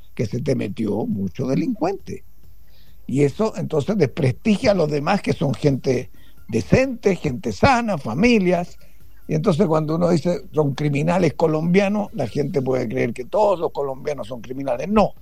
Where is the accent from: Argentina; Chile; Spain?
Chile; mi preocupación como chileno hoy día